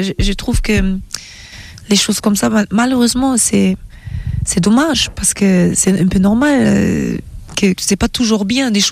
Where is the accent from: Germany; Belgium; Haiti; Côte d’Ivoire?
Germany; French is a second language; also born or lived in Nigeria; now in Paris, France; j'ai grandi en Allemagne